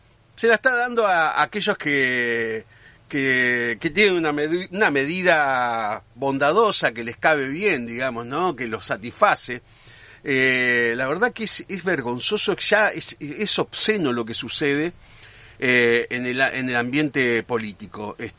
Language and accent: Spanish; Diamante, Entre Ríos, Argentina; born there; now in Paraná, Argentina; Yo soy entrerriano, ¿qué va a ser? Soy de acá, nací en Diamante y vivo acá en Paraná.